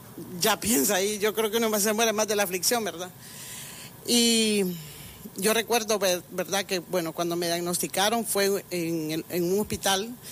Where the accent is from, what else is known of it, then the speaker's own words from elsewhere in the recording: Honduras; moved away as an adult; soy de Honduras, soy del país de Honduras, de ese país maravilloso, y yo doy gracias a Dios. Tengo 16 años de estar aquí en este país